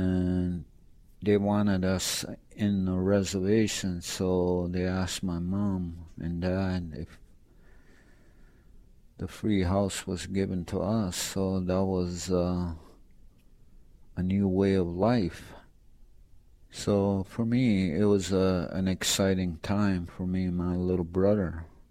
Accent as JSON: {"language": "English", "region": "Ontario", "country": "Canada", "tie": "born or raised there", "said": "I'm from Meshkigogman First Nation, Ontario, Canada. And I'm a full-blooded Ojibwe."}